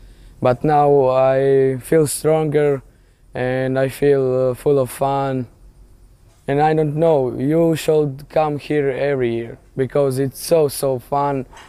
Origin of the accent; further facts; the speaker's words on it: Rijeka, Primorje-Gorski Kotar County, Croatia; I came from Rijeka, from Croatia.